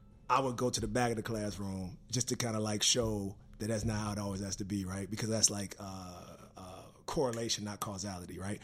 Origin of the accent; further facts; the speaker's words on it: Pine Bluff, Arkansas, United States; because I was from Pine Bluff and I moved like folks in the bluffs when I came there and I wore the clothes that I wore and I spoke to how I spoke